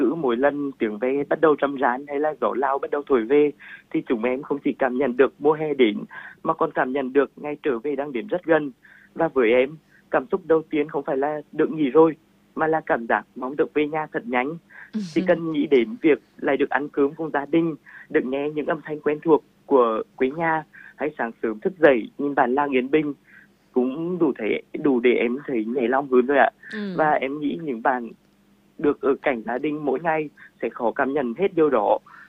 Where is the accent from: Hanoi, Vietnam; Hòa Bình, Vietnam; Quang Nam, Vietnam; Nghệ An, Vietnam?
Nghệ An, Vietnam; học sinh lớp 11A5 của trường phổ thông trung học dân tộc nội trú Nghệ An. Em là một người con của dân tộc Thái, sinh ra và lớn lên ở miền Tây xứ Nghệ.